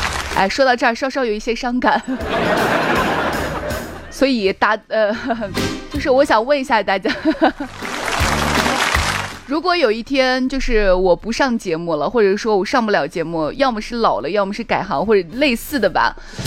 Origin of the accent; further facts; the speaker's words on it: Thailand; Chinese is a second language; 萨瓦迪卡，卡崩卡，打在字儿哈。大家好，我是来自泰国的